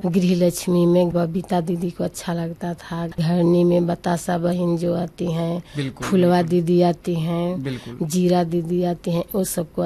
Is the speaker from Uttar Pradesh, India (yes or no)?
yes; Nai Bazar, Sonbhadra, Uttar Pradesh, India; मैं नई बाजार सोनभद्र के रहने वाली हूँ।